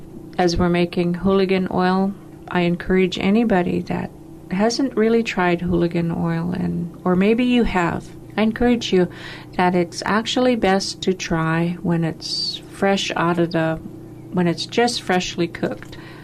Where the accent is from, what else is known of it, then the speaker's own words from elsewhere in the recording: Klukwan, Alaska, United States; I'm from Klukwan, Alaska.